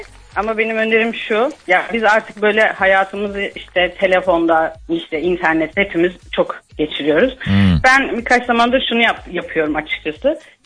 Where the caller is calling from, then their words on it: Istanbul, Turkey; Beylerbeyi'nden. Şu anda ofisten arıyoruz seni.